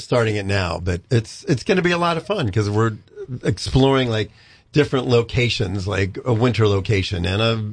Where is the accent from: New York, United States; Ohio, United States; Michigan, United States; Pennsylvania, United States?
Pennsylvania, United States; Pittsburgh; I grew up in Pittsburgh. My first movie was Day of the Dead with George Romero.